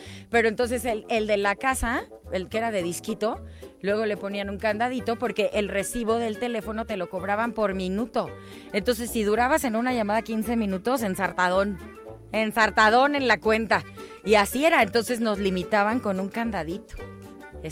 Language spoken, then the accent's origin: Spanish; Guadalajara, Jalisco, Mexico; además de mi tierra, Guadalajara, Jalisco.